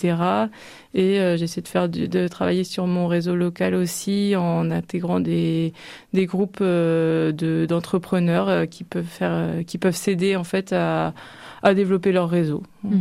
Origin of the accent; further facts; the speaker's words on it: Normandy, France; also born or lived in Lyon / Tours; Je viens de la Manche, de la Hague même, et j'ai dû partir comme beaucoup de jeunes de mes études, pour les études de la Manche.